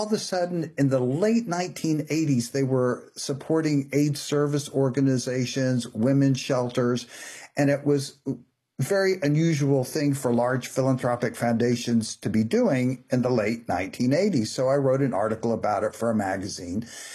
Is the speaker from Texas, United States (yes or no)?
yes; Houston, Texas, United States; Well, interestingly enough, I grew up in Houston, and my family's first store was in a two-story building Jesse Jones built in 1914 in downtown Houston.